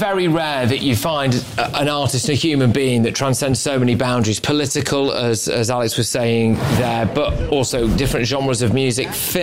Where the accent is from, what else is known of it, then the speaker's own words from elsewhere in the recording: United Kingdom; as a Brit